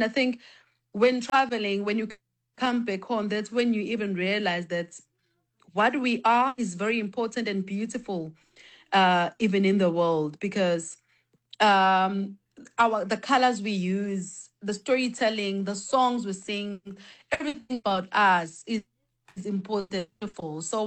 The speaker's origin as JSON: {"language": "English", "country": "South Africa", "said": "I think as a creative being and as umZulu or a Nguni person, I was born in Nguni."}